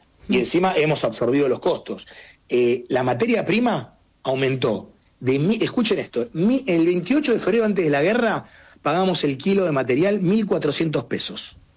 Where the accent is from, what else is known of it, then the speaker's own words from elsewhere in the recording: Argentina; Argentina es un país atípico, como somos todos los argentinos